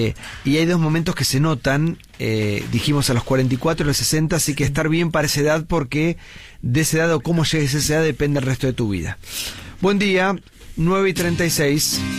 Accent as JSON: {"language": "Spanish", "country": "Argentina"}